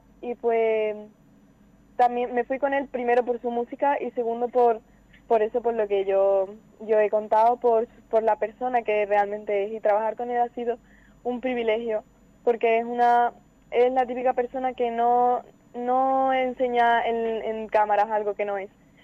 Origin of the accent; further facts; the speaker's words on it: Écija, Andalusia, Spain; estoy súper orgullosa de ser de aquí, de mi pueblo.